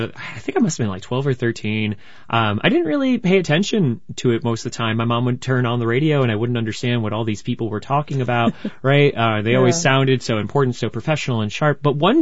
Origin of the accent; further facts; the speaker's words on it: Florida, United States; moved away as an adult; now in Central Florida, United States; growing up in South Florida, coming here